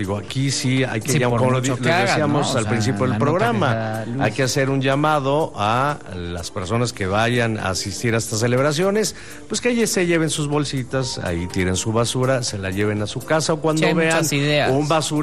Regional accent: Mexico; así somos los mexicanos

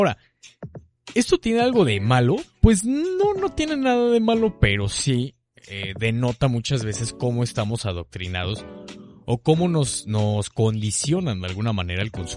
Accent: Mexico

